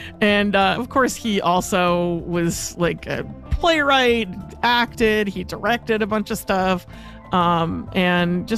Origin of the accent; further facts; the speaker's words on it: New Jersey, United States; I'm from Jersey. I have a lot of friends who grew up down the shore. I did not grow up down the shore. I grew up in South Jersey. Very much in the Philly burbs.